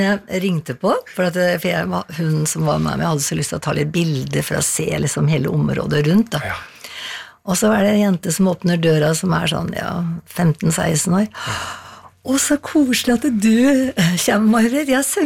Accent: Skreia, Innlandet, Norway; now in Asker, Norway; jeg har liksom to sånne hjemsteder, føler jeg. Det er liksom Toten, altså Skreia, er liksom det er der jeg vokste opp, ikke sant? Så det er liksom røttene mine. Og så har jeg bodd nå i Asker, mye lenger da.

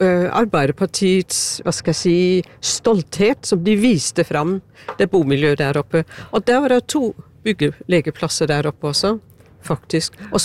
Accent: Denmark; Norwegian is a second language

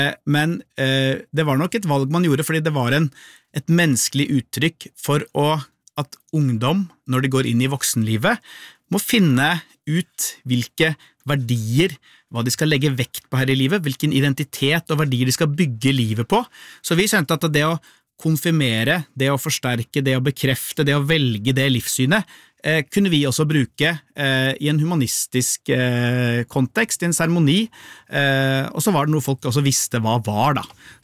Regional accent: Lier, Buskerud, Norway; i hvert fall der jeg vokste opp i Lier.

